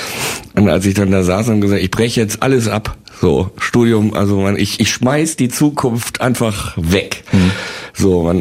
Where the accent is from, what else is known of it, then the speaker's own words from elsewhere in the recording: Bielefeld, North Rhine-Westphalia, Germany; Ich bin ja Bielefelder und da kennt, wenn du natürlich Lokalmatador bist, die kannten mich ja auch alle schon vor Star Search, ja.